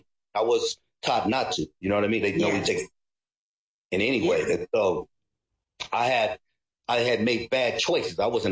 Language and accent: English; Philippines; Really, I found him because, you know, me being Filipino, I was raised as a Catholic and I'm not here to knock Catholic.